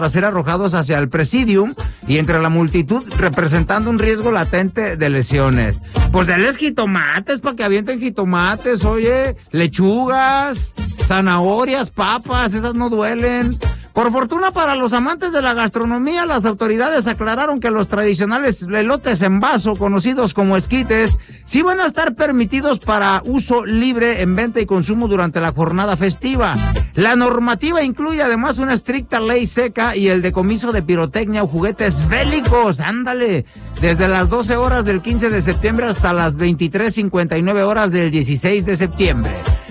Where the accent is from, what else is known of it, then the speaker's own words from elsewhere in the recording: Mexico; así somos los mexicanos